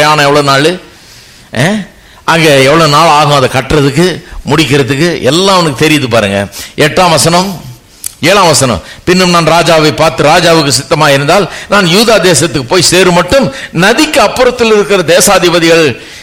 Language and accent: Tamil; Chennai, Tamil Nadu, India; நான் இந்த சென்னை பட்டணத்துக்காக தமிழ் அறிவை கொடுத்து எனக்கு தமிழ் கலாச்சாரத்தில் என்னை வளர வச்சு, இந்த ஊரில் என்னை இருக்க வச்சு, ஒரு இந்தியனாக